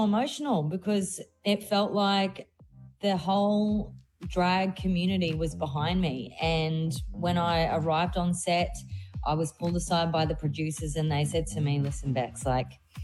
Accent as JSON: {"language": "English", "country": "Australia", "said": "especially as an Australian artist"}